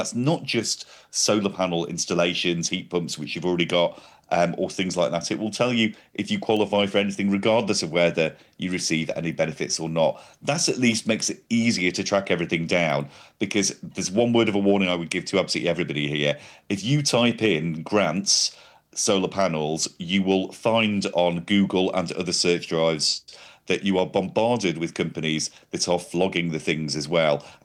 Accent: Manchester, North West England, United Kingdom; I grew up in Manchester

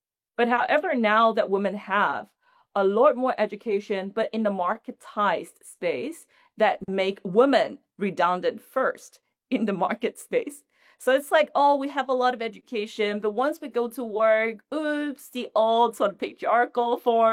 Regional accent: China

